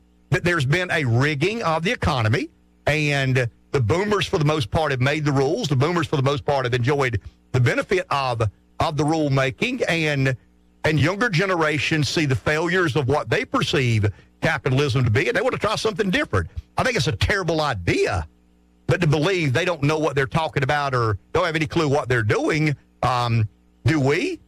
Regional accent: United States; born there; I was born in America. I was born a male, and I was born white.

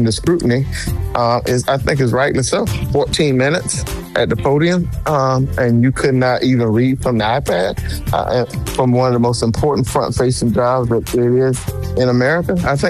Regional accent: South Carolina, United States; But in my home state of South Carolina, it starts on the 19th of October, so next Monday.

